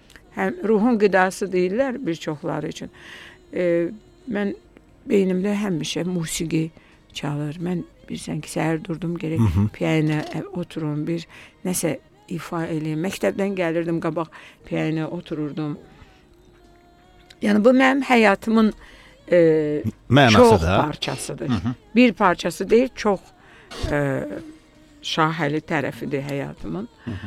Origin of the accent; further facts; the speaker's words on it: Buzovna, Baku, Azerbaijan; mən Buzovnada böyümüşəm, nə yaxşı ki, bura var, nə yaxşı ki, mən burada gəlib qala bilirəm.